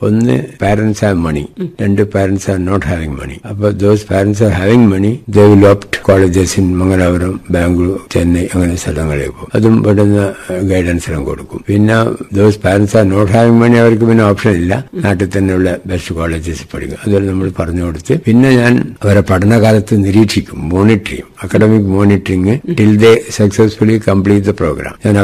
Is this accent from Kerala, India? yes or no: yes; Cherukunnu, Kerala, India; moved away as an adult; also born or lived in Kalliasseri / Bombay; ഞാൻ ജനിച്ചത് കല്യാശ്ശേരിയിലാണ്. വളർന്നത് മുഴുവൻ ചെറുകുന്നിലും സ്കൂളിംഗ് കല്യാശ്ശേരിയും ചെറുകുന്നിലായിട്ട് കഴിഞ്ഞു.